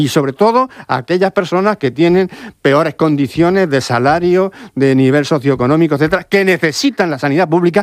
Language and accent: Spanish; Region of Murcia, Spain; also born or lived in Andalusia; yo soy murciano, pero he estado casi toda mi vida en Andalucía, y ahora vuelvo